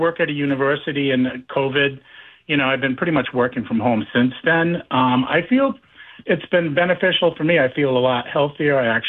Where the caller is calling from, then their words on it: Attleboro, Massachusetts, United States; Normally I call from Attleboro, but I'm in Southwest Florida working remotely.